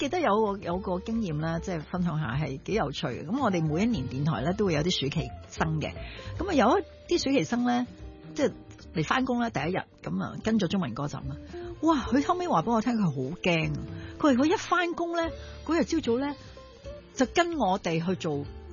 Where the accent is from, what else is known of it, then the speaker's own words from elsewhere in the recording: Hong Kong; 我哋香港人